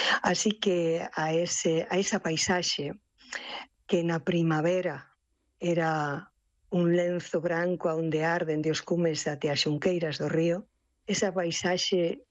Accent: Pontedeume, Galicia, Spain; Sempre digo que son criatura das Fragas, porque, como ben dixeches, Belén, eu nacín na parroquia de Ombre, concello de Ponte de Eume, que é unha das entradas ás Fragas do Eume.

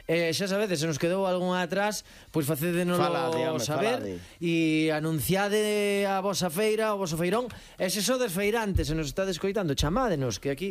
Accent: A Coruña, Galicia, Spain; Vamos a ver, claro, eu que son da Coruña, ali o que se levaba era a rosquilla en vara de bimbio

